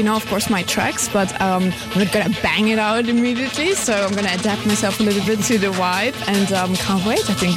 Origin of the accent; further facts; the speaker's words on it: Germany; because I'm from Germany